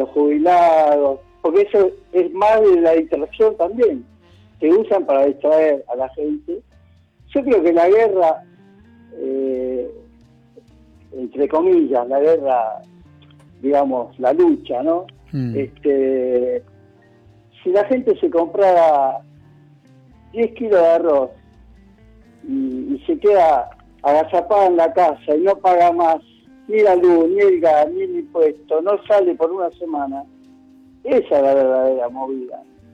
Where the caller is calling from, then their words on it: Mar del Plata, Buenos Aires Province, Argentina; de Mar del Plata, otro más de Mar del Plata.